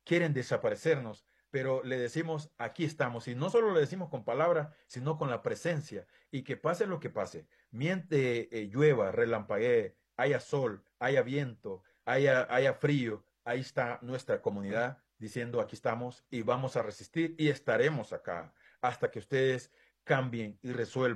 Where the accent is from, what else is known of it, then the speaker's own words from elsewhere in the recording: Iriona, Colón, Honduras; born there; moved away as an adult; also born or lived in United States; yo nací allá en Iriona